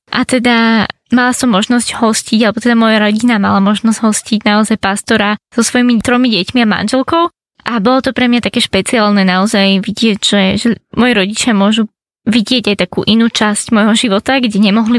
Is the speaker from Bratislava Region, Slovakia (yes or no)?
yes; Bratislava, Bratislava Region, Slovakia; a som z Bratislavy, alebo teda žijem skoro celý svoj život v Bratislave